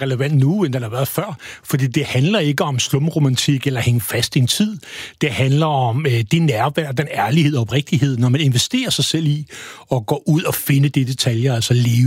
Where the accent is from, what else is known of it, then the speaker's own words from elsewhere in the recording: Copenhagen, Capital Region of Denmark, Denmark; jeg er jo, som man måske ikke hører på mig, jeg er fra hovedstaden, jeg er fra København